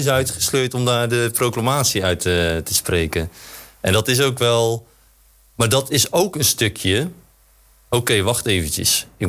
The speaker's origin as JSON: {"language": "Dutch", "town": "Dordrecht", "region": "South Holland", "country": "Netherlands", "said": "ik voel me wel echt een Dordtenaar. Ik ben echt een Dordtofiel, zoals ze dat zeggen."}